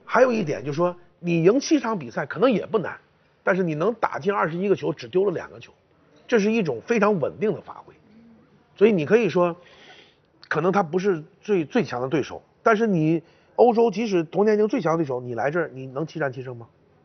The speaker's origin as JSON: {"language": "Chinese", "country": "China", "said": "我们最开始去的时候只是1/48，他不会认为我们中国人会走得多远。"}